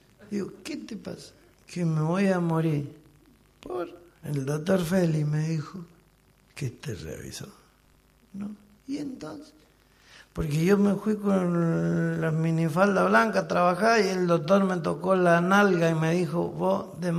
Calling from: Luján de Cuyo, Mendoza, Argentina; Yo vivo en Luján de Cuyo, yo vivo allá.

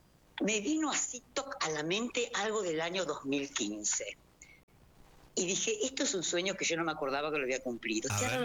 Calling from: Lomas de Zamora, Buenos Aires Province, Argentina; Yo vivo en Lomas de Zamora

